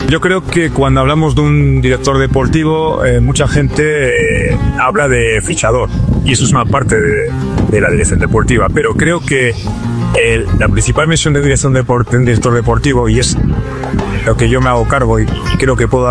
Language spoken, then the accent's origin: Spanish; Spain; moved away as an adult; now in Ecuador; vengo de España